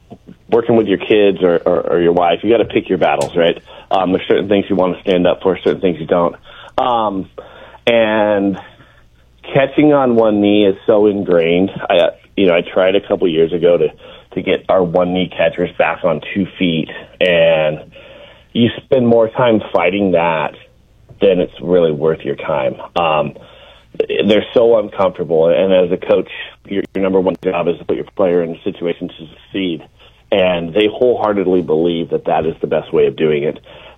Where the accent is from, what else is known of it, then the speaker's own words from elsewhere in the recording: West Coast, United States; I grew up on the West Coast watching the Dodgers, the Giants, the A's, and all those teams